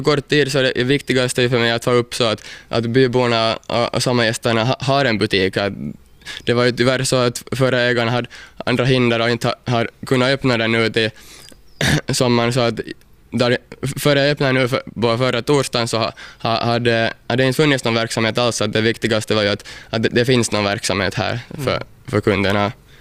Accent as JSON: {"language": "Swedish", "region": "Southwest Finland", "country": "Finland", "tie": "born or raised there", "said": "No, jag är nog hemma från Mielisholm och min farfar är faktiskt hemma här från Kirjais också, så att jag har nog hela min släkt här ifrån regionen."}